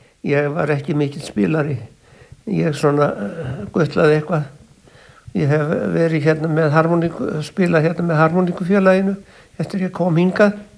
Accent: Northeastern Region, Iceland; now in Ísafjörður, Iceland; og er ættaður úr Þingeyjarsýslu. Ég er bóndasonur, flutti hingað á Ísafjörð voru 1961 og lærði hér stálskipasmiði

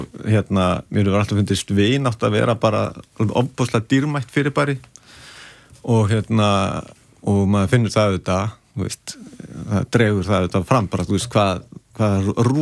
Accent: Garðabær, Capital Region, Iceland; also born or lived in Reykjavík; Jú, ég alinn upp í Garðabæ, hérna flutti 2 ára gamall úr Breiðholtinu.

